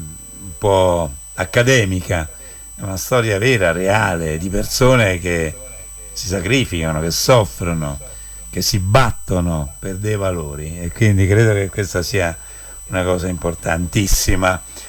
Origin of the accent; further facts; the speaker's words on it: Terni, Umbria, Italy; del nostro dialetto, del dialetto ternano